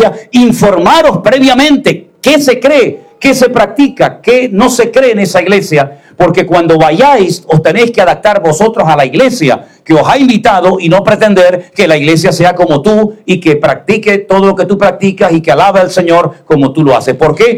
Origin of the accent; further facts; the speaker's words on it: Canary Islands, Spain; soy canario y vivo rodeado de agua